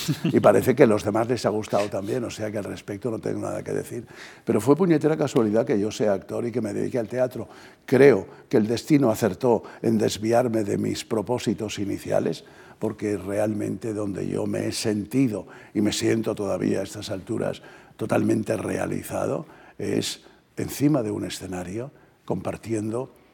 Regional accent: Mollet del Vallès, Catalonia, Spain; del pueblo donde yo nací, Mollet, al lado de Barcelona

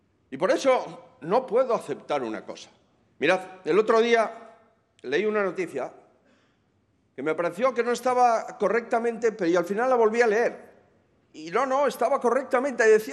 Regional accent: Galicia, Spain; now in Catalonia, Spain; soy gallego. Hemos venido muchos gallegos aquí, 100.000 gallegos.

